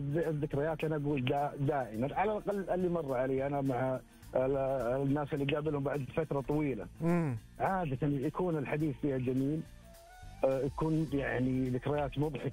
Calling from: Riyadh, Riyadh Province, Saudi Arabia; أكلمك من الرياض.

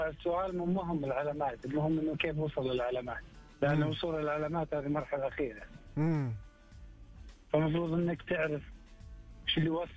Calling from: Riyadh, Riyadh Province, Saudi Arabia; من الرياض.

